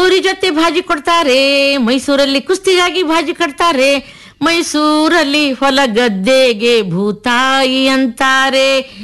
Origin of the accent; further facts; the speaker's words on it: Sindagi, Karnataka, India; ಬೆಂಗಳೂರಾಗ ನೋಡ್ರಿ ಮೇಡಮ್, ಈ ಎಲ್ಲಾ ಮಂದಿ ಬಂದು ಬೆಂಗಳೂರದಾಗ ಸೆಟ್ಲ್ ಆಗ್ಬಿಟ್ಟಾರ. ನಮ್ಮ ಸಿಂದಗಿ, ನಮ್ಮ ವಿಜಾಪುರ ಜಿಲ್ಲೆ ಸಿಂದಗಿಯವ್ರು ನಾವು.